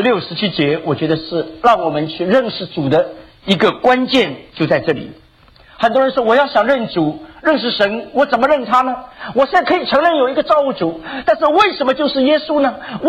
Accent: China; also born or lived in Shanghai / Northeast China; 我们中国人

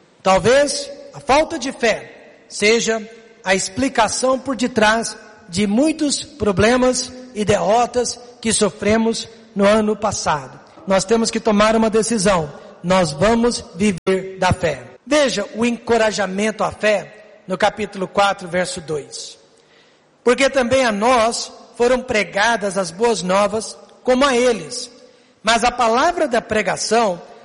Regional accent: Ribeirão Preto, São Paulo, Brazil; born there; moved away as an adult; now in Goiânia, Brazil; no meu caso, Igreja Batista Independente de Ribeirão Preto. Igreja onde eu cresci

